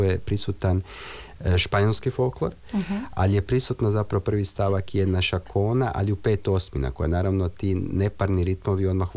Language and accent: Croatian; Zagreb, City of Zagreb, Croatia; accent: Zagreb (purger) accent; ja imam i mađarske i srpske, ali rodom sam Zagrepčan, kao što se čuje po mojom lijepom čičeće akcentu.